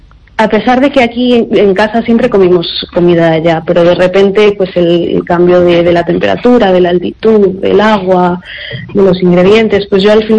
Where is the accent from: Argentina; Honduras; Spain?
Spain; Santiago de Compostela, Galicia; also born or lived in Valladolid / Segovia; yo nací en Valladolid, como comentaste antes. Me crié en Segovia hasta los 6 años, crecí aquí en Santiago, pero bueno, una parte de mí pues siempre estará en Ecuador